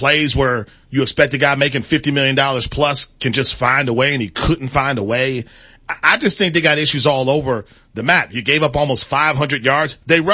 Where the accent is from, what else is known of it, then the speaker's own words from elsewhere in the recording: Wisconsin, United States; Okay, at the end of the day, I grew up in Wisconsin.